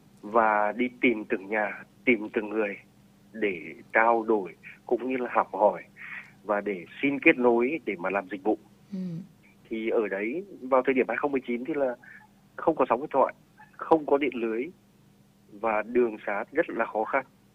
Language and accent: Vietnamese; Que Phong District, Nghệ An, Vietnam; Mình là người dân tộc Thái, sinh ra và lớn lên tại huyện Quế Phong cũ, thì hiện nay là xã Quế Phong.